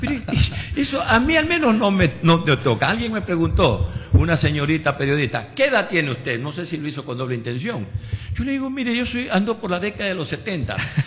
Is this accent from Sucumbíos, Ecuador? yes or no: no; Manta, Manabí, Ecuador; lo mantense